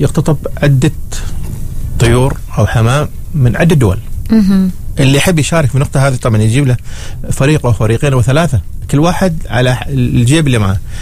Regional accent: Oman; احنا ما شاء الله عندنا في عمان

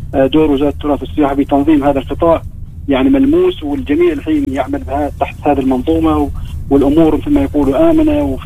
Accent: Oman; وهذه شهادة نفتخر فيها احنا كأصحاب مشاريع واحنا كعمانيين بصورة عامة.

